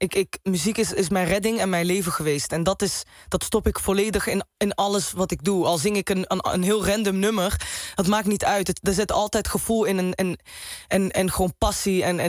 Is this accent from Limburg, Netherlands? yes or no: yes; Venlo, Limburg, Netherlands; En dan zeiden ze, en ik kom uit Venlo, uit Limburg, en dan zeiden ze, kom eens heen, meetje, weet je wel, op z'n plat.